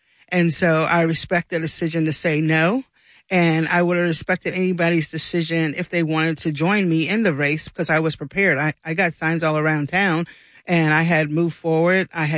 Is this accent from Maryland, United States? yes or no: no; St. Augustine, Florida, United States; also born or lived in Newport, Rhode Island; I was born Black and I can't change that fact. But I was born and I was born here in St. Augustine. I attended school here in St. Augustine, but I also have some northern background. I lived in a town called Newport, Rhode Island